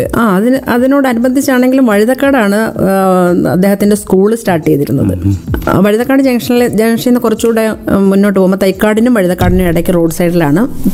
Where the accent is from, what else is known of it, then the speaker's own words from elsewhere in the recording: Kottayam, Kerala, India; പിന്നെ ഞാൻ കോട്ടയത്താണ് ജനിച്ചത്. അവിടെയാണ് എൻ്റെ പ്രാഥമികമായിട്ടുള്ള വിദ്യാഭ്യാസമൊക്കെ നടത്തിയിട്ടുള്ളത്.